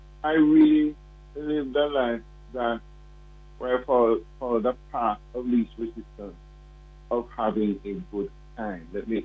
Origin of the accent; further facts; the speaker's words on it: Jamaica; the experiences that I had as a Jamaican.